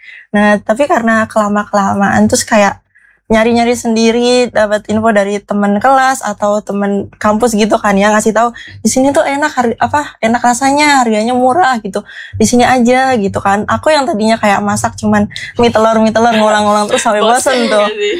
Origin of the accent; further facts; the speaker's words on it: Klaten, Central Java, Indonesia; Kalau buat aku sendiri, karena aku bukan orang sini ya. Aku tuh orang Klaten dan kuliah di sini.